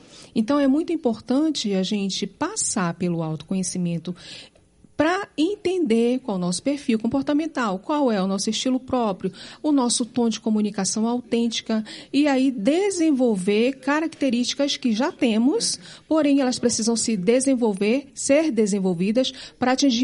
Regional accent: Manaus, Amazonas, Brazil; born there; moved away as an adult; now in Curitiba, Brazil; Sou nascida em Manaus, do Amazonas.

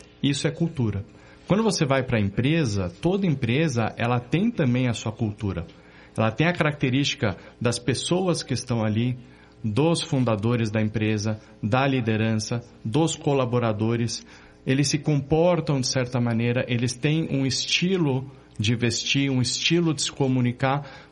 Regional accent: São Paulo, Brazil; also born or lived in Mexico / Porto Alegre; now in Curitiba, Brazil; Eu sou nascido em São Paulo, paulistano raiz.

